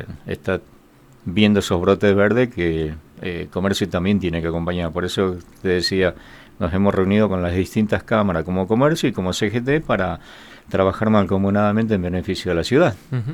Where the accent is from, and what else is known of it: Bahía Blanca, Buenos Aires Province, Argentina